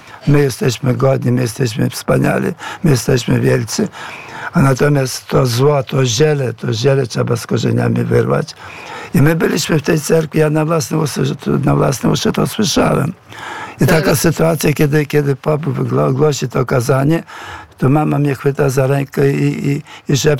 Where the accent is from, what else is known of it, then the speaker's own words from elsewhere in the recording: Ternopil Oblast, Ukraine; moved away; wieś Slawentyn, na wieś Szumlany, na wieś Boków. To są wioski rzutem kamienia od mojej wsi.